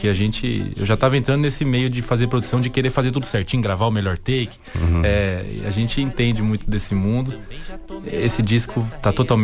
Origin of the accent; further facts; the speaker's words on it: Amazon, Brazil; a mistura de ser skatista, de ser pintor, de ser do interior da Amazônia, de viver aqui, de trabalhar como um artista, viver disso.